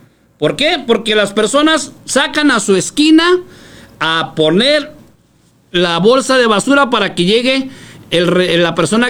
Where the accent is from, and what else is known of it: Ciudad Juárez, Chihuahua, Mexico; born or raised there; also born or lived in Mexico City